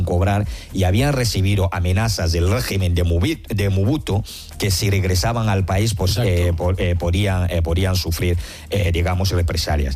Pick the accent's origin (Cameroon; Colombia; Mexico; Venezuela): Cameroon; Sí, hombre. Soy del Camerún.